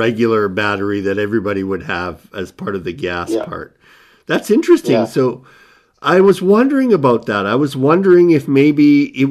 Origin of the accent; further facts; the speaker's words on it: Nunavut, Canada; now in Yellowknife, Canada; we are in Yellowknife, which is shocking to me because I grew up in Nunavut.